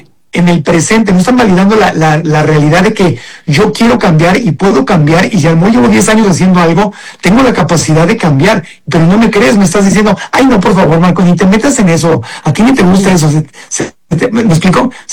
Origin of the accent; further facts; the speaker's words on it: Acapulco, Guerrero, Mexico; yo tengo casa en Acapulco, mi abuelita es de Acapulco y yo crecí en Acapulco.